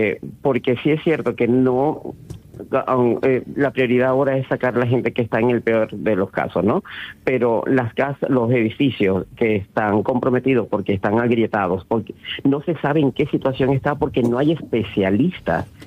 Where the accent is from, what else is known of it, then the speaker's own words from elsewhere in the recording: Maracaibo, Zulia, Venezuela; Tenía un hermano que vivió allí algún tiempo, pero yo soy maracucho y la zona más lejana del epicentro.